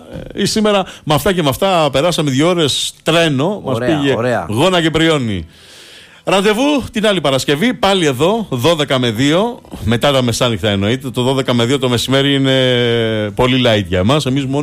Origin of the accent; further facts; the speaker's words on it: Crete, Greece; γιατί είμαστε και από την Κρήτη.